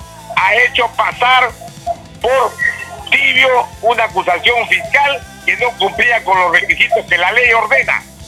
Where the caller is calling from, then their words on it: Chimbote, Ancash, Peru; Yo estoy llamando de la ciudad de Chimbote.